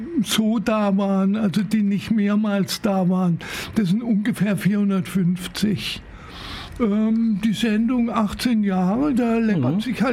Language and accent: German; Baden-Baden, Baden-Württemberg, Germany; Also, bin ein richtiger Schwarzwälder, bin dann aber Kurstädter geworden. Ich bin in Baden-Baden aufgewachsen